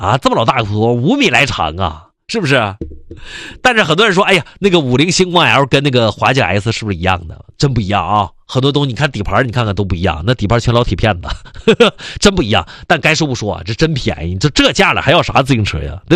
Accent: Jilin, China; 你像咱吉林省千万不能买，

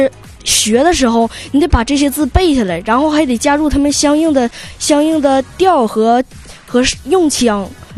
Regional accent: China; 作为中国人，

